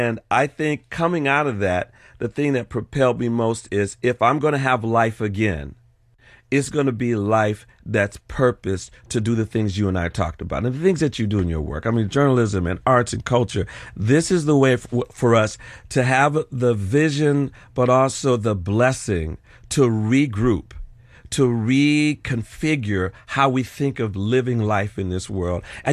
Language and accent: English; Detroit, Michigan, United States; Well, you know, I have to really give my hometown, Detroit, some shout out about that.